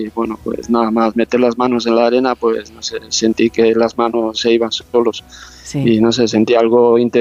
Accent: Azpeitia, Basque Country, Spain; yo como soy del País Vasco, de Gipuzkoa, Azpeitia, pues yo conozco bastante las playas de alrededor, como la de Zumaya, Itzurun, por ejemplo.

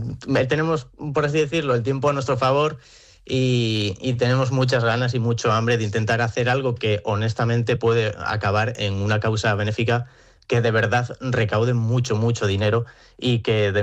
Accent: Comillas, Cantabria, Spain; Bueno, yo soy de Comillas, que Santander nos queda lejos, pero el Racing claramente pues es el equipo de aquí de Cantabria, que le tenemos todos muchísimo cariño.

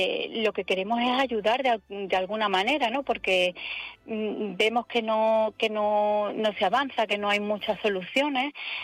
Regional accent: Ceuta, Spain; now in Seville, Spain; los caballas

